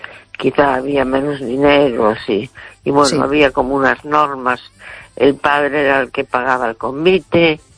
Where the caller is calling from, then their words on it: A Coruña, Galicia, Spain; de La Coruña.